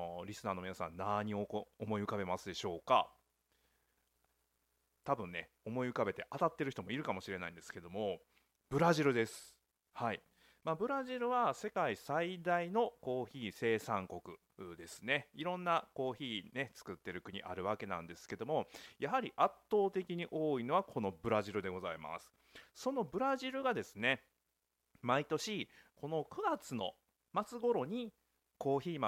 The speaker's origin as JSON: {"language": "Japanese", "region": "Kansai", "country": "Japan", "tie": "born or raised there", "said": "僕はですねもともと関西生まれ関西と育ち、まあ、今現在も関西にどっぷり住んでいる、純度 100% の関西人なんですが、"}